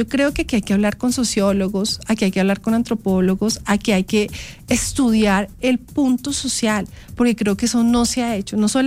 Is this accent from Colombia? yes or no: yes; Bogotá, Bogotá Capital District, Colombia; Es que es nuestra ciudad.